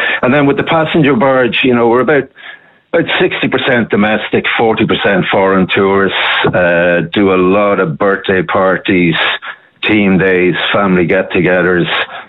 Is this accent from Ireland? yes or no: yes; Naas, Kildare, Ireland; I grew up in Naas in Kildare